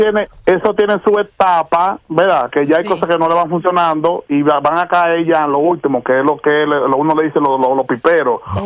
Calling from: Boston, Massachusetts, United States

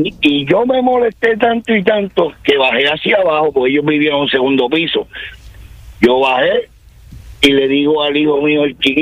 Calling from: Puerto Rico; Y como todo puertorriqueño, cogí y le metí un batazo.

